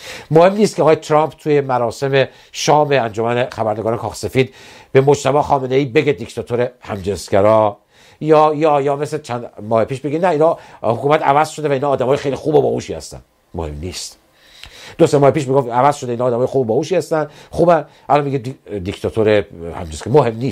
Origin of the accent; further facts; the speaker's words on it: Iran; من ایرانی هستم